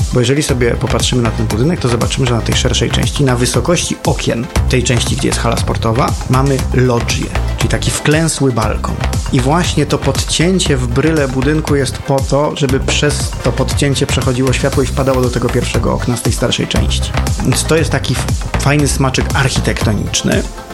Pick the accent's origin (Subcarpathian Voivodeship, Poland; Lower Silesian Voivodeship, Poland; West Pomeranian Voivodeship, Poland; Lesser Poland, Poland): Lesser Poland, Poland; Kraków; no aczkolwiek właśnie my z Krakowa go znamy przede wszystkim z kamienic.